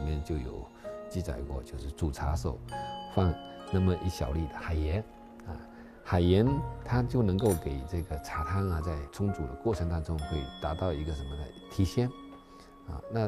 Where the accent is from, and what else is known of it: China